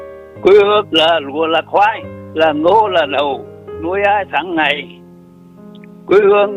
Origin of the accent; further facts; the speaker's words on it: Nghệ An, Vietnam; moved away as an adult; Tôi quê sống bốn xã Trung Sơn, quê giờ là xã Thuận Trung, xa quê từ 1962.